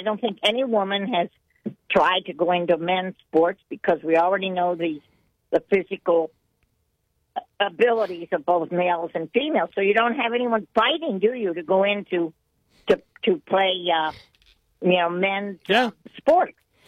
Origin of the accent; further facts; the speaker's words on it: Pennsylvania, United States; now in Ohio, United States; I'm from Central PA originally.